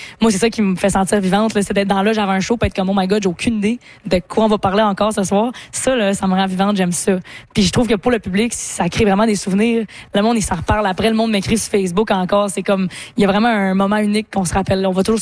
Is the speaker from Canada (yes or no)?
yes; L'Orignal, Ontario, Canada; Je peux dire que c'est un peu ma région, puisque je viens de l'Orignal, dans l'est de l'Ontario.